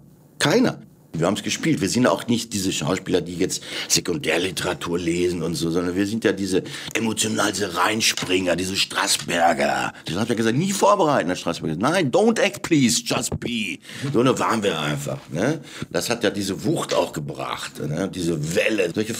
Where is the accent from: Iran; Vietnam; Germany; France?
France; Ich bin ja Franzose, ich verstehe das natürlich.